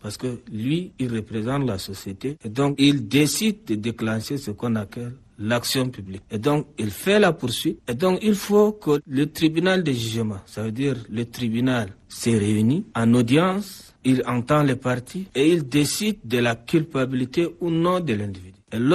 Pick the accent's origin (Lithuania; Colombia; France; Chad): Chad; lorsque nous sommes dans un pays comme chez nous au Tchad